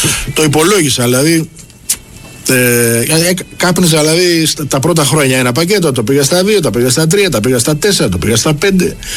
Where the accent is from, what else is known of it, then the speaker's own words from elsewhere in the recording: Piraeus, Attica, Greece; Είμαι Πειραιώτης, έχω γεννηθεί εδώ πιο δίπλα, δηλαδή.